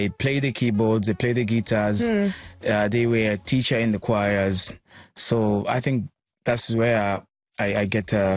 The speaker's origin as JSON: {"language": "English", "region": "Arusha", "country": "Tanzania", "tie": "born or raised there", "also_born_or_lived": "Dar es Salaam", "moved": "as an adult", "said": "I was born and raised in Arusha. Yeah. So we came from Arusha, and then later on, we had to go to Dar"}